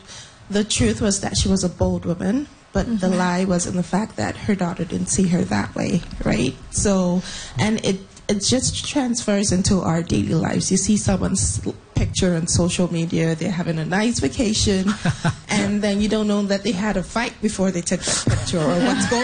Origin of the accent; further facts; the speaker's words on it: Nigeria; And for me, I come from a line of black women. I'm a Nigerian woman.